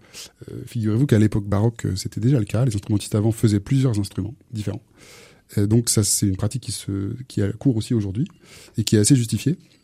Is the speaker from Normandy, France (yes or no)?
no; Tours, Centre-Val de Loire, France; Julie, tous les deux, on est de Tours.